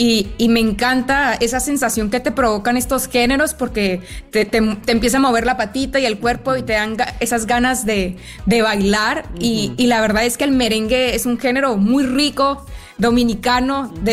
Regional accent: Sonora, Mexico; now in Mexico City, Mexico

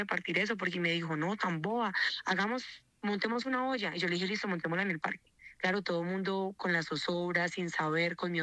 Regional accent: El Cairo, Valle del Cauca, Colombia; Yo soy una simple comerciante, ciudadana del Cairo, que trabaja, pues he trabajado aquí

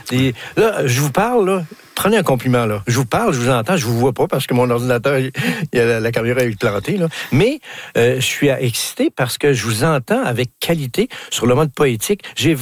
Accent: Quebec, Canada; accent: Québécois; Quand ils entendaient mon accent québécois

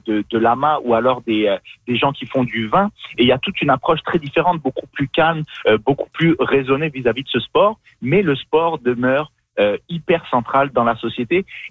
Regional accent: Niger; born there; moved away; Moi, je suis né au Niger, en Afrique de l'Ouest.

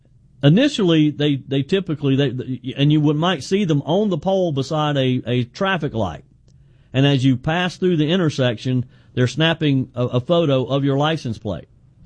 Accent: South Carolina, United States; My home state, of course, is South Carolina. This is in the lower part of the state. I live in the upstate.

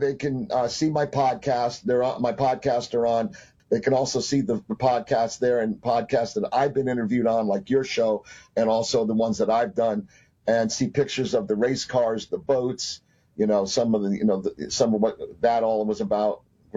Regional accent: Florida, United States; the book is a story about a kid growing up in Florida, and it tells my backstory

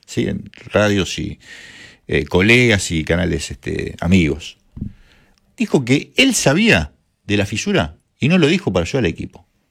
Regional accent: Chile; yo soy chileno

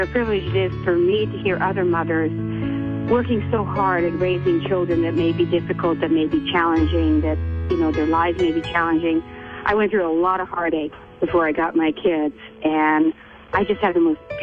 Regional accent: Netherlands; moved away; And I immigrated over from Holland myself. And, I came over on a boat in 1956.

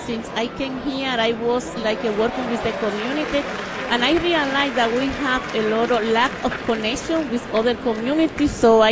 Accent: Dominican Republic; moved away as an adult; now in Boston, United States; I'm from Dominican Republic.

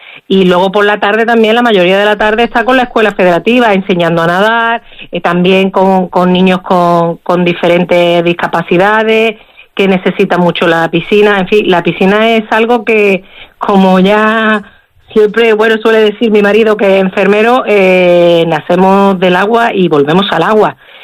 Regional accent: Málaga, Andalusia, Spain; moved away as an adult; now in Melilla, Spain; yo soy malagueña. Yo ya era nadadora en Málaga desde pequeñita, desde los 4 años

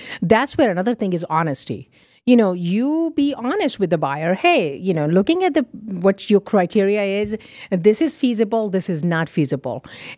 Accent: England, United Kingdom; moved away; Yeah, we are, the reason I love here, I moved here from England, is the community.

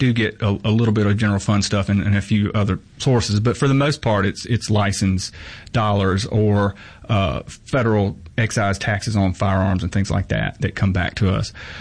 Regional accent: United States; So I'm from Lawrence County. I tell people all the time, you know, Lawrence County to this day has like one red light

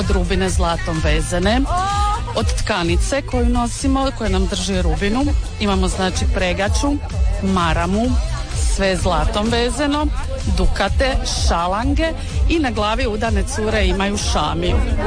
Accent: Gorjani, Osijek-Baranja County, Croatia; dolazim iz Gorjana, s Kuda Gorjanac.

